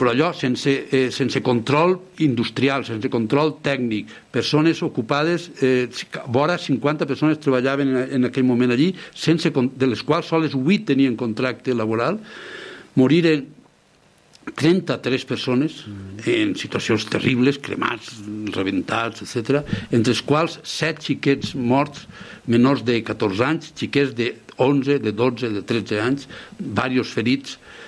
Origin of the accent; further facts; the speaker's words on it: Ibi, Valencian Community, Spain; Ibi, que és el meu poble